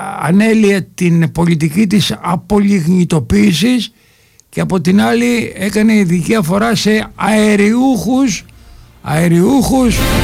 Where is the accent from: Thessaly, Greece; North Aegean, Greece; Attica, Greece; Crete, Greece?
Thessaly, Greece; Volos; εμένα σαν βολιώτης το μυαλό μου πήγε αλλού.